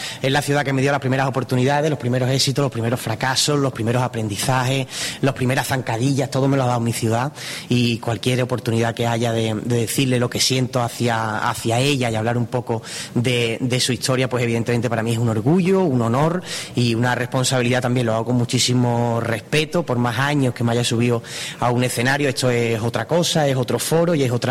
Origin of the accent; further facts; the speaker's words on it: La Línea de la Concepción, Andalusia, Spain; con la ciudad de mi vida ya me casé en el momento que nací, en la línea de la Concepción